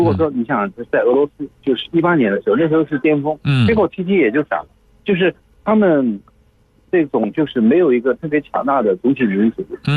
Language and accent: Chinese; China; 我们中国人